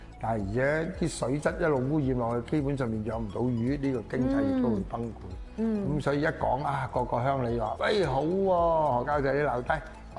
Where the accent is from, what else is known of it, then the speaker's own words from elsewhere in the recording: Foshan, Guangdong, China; moved away; 我家鄉順德佛山區嘅佛山順德區